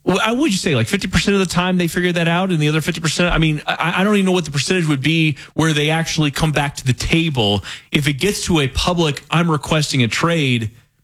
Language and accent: English; New Mexico, United States; moved away; From New Mexico.